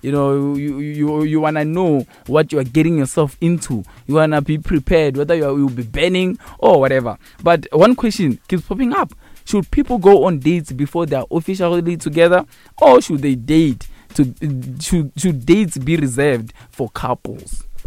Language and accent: English; South Africa; what a time to be a South African, man. What a time to be a citizen here in Mzansi.